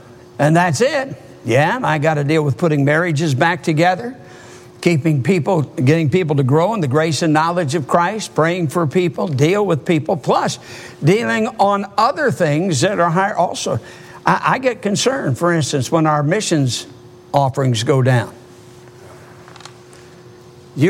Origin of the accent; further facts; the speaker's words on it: Michigan, United States; Now, as many of you know, I'm from Michigan. Being from Michigan, I happen to be a lifelong Detroit Lions football fan.